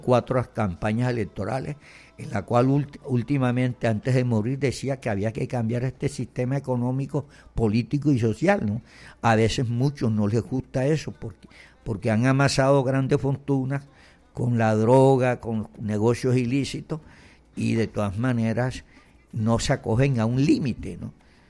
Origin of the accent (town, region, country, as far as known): Colombia